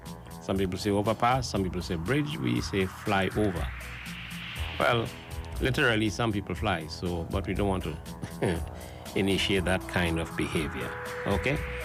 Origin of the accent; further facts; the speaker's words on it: Carolina, Trinidad & Tobago; Well, I am from Carolina, but that's in Trinidad.